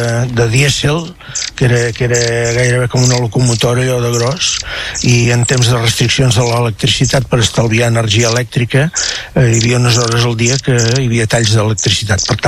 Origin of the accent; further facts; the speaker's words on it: La Riera de Gaià, Catalonia, Spain; born there; el molí de la Torre, que és allà on jo vaig néixer i treballar durant uns 8 anys